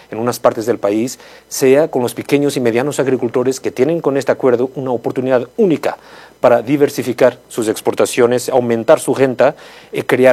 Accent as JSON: {"language": "Spanish", "country": "Portugal", "tie": "born or raised there", "said": "Hay un fado de mi país natal, Portugal, que dice que el mejor está por llegar."}